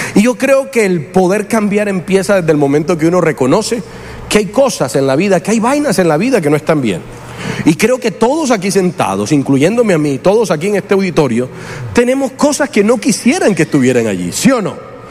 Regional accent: Colombia; La mayoría de nosotros que somos nacidos aquí en Latinoamérica, en Colombia, somos mestizos.

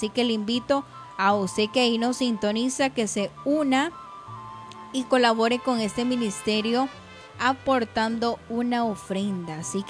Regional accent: El Salvador; somos 100% salvadoreños y también servidores de Cristo.

